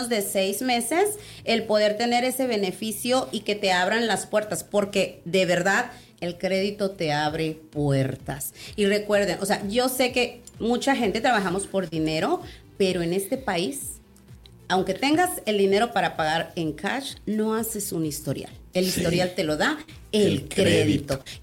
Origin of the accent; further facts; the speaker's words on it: Monterrey, Nuevo León, Mexico; moved away as an adult; now in San Antonio, United States; Mira, vengo exactamente de Monterrey.